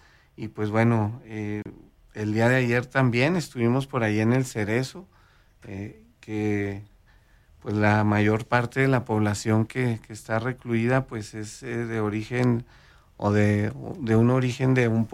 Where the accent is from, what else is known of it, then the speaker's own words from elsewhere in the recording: Guachochi, Chihuahua, Mexico; quienes somos de Huachochi